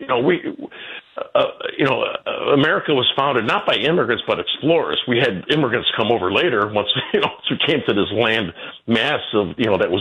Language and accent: English; Hometown, Illinois, United States; southwest side of Chicago. I went to Oaklawn High School. You got Bridgeview, Oaklawn, and Hometown. I grew up in Hometown.